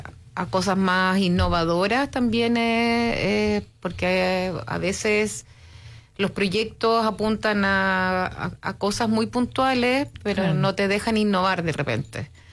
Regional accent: Santiago, Santiago Metropolitan Region, Chile; now in rural area, Chile; yo soy de Santiago, donde la rutina es súper loca

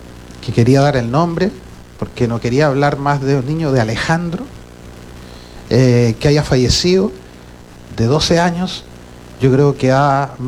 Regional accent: Chile; como alcalde, como papá, como vecino, como chileno

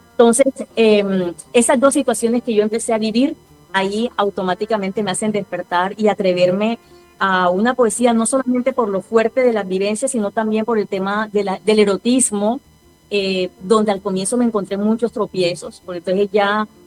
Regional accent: Caribbean Region, Colombia; born there; now in Barranquilla, Colombia; yo no soy barranquillera, yo nací en la Sabana del Caribe, pero esta es mi segunda patria. Soy hija adoptiva de Barranquilla, pero amo esta ciudad como ustedes no se imaginan.

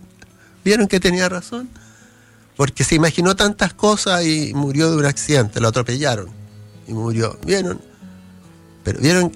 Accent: Chile; somos millones los chilenos que necesitamos tomarlo.

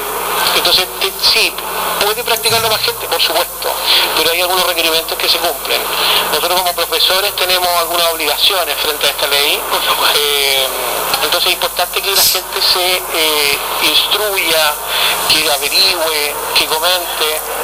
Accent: Santiago, Santiago Metropolitan Region, Chile; moved away; Yo vengo desde Santiago, llegué el año 2008 y trajimos nuestras prácticas marciales a la región.

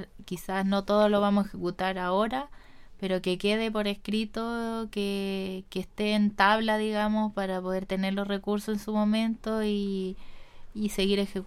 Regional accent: Longaví, Maule, Chile; yo que soy de la Quinta

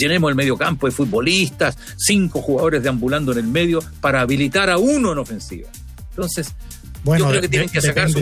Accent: Concepción, Biobío, Chile; Impensado para nosotros, siendo penquistas

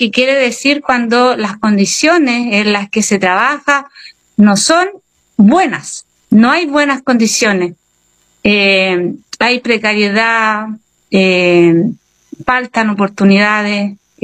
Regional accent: Colbún, Maule, Chile; yo nací y crecí aquí en Colbún. Y entonces yo digo, sí, por supuesto, yo soy una mujer del campo

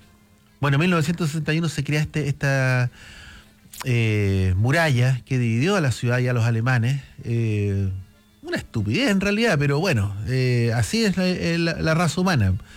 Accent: Chile; a nosotros afortunadamente como chilenos no nos ha tocado conocer

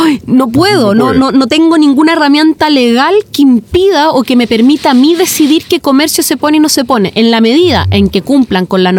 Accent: Valdivia, Los Ríos, Chile; A mí me frustra muchísimo como valdiviana y como chilena

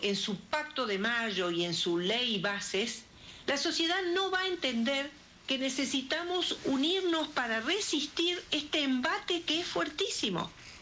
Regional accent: Santa Fe, Argentina; Y ustedes saben que yo soy de Santa Fe. Soy del litoral.

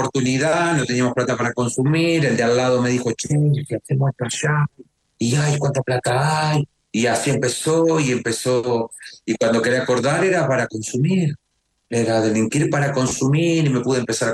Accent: Uruguay; now in Chile; Yo estoy en Chile y soy uruguayo. Pero todo esto pasó en Uruguay, ¿no? Hoy vivo en Chile hace años

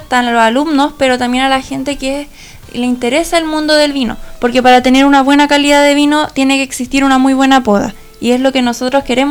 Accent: Lolol, O'Higgins, Chile; yo soy del Olol

